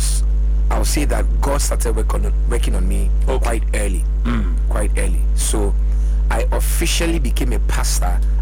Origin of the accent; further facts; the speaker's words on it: Accra, Greater Accra, Ghana; born there; People who are raised in Accra, you know, we don't like traveling. We think like the whole Ghana is Accra.